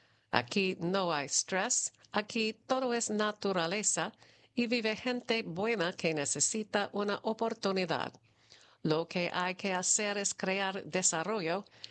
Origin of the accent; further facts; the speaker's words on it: Dominican Republic; Aquí hay mucha historia y vamos a demostrar al mundo quiénes somos y para dónde queremos ir como dominicanos.